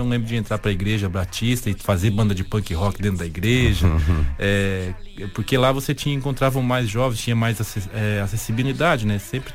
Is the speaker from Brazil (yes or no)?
yes; Amazon, Brazil; now in Portugal; de ser do interior da Amazônia, de viver aqui